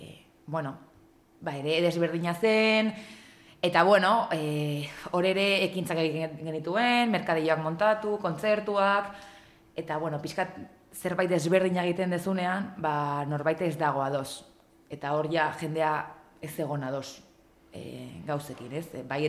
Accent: Hondarribia, Basque Country, Spain; Baina gero, ondo pentsatzen nik Hondarribikoa naiz, eta Hondarribin bizi nahi dut

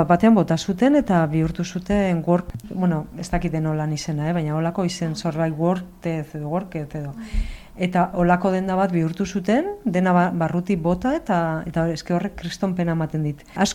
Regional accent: Basque Country, Spain; born there; Ni pentsatzen nuen Nafarrogora aurkezturitzena, baina ez, Bizkaikoa irabazi nuen, Bizkaian jaioa naiz eta.

